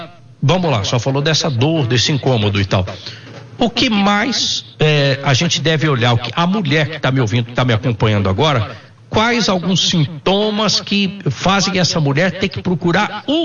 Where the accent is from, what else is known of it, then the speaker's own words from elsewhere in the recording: São Sebastião do Paraíso, Minas Gerais, Brazil; born there; eu nasci em Minas também, na capital de Minas, que é São Sebastião do Paraíso, a capital do Brasil.